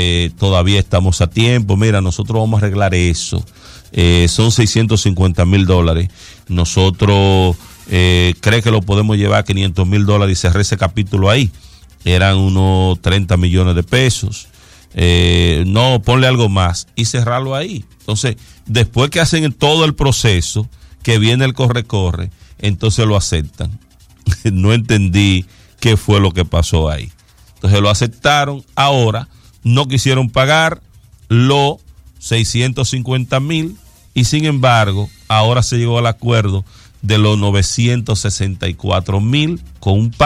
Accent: Dominican Republic; Ustedes saben cómo somos nosotros los dominicanos

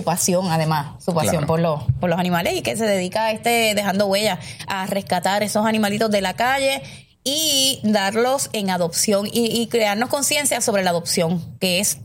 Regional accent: Puerto Rico; somos puertorriqueños

